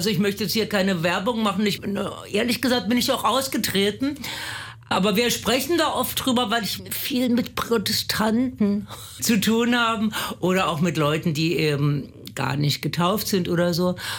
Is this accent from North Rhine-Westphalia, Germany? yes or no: no; Baden-Württemberg, Germany; Ja, ich bin am Heiligen Dreikönigstag geboren. Es war in Baden-Württemberg immer ein Feiertag.